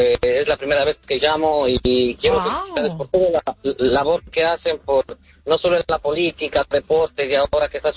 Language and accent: Spanish; Ecuador; Me alegro que haya pasado esto, porque yo soy ecuatoriano.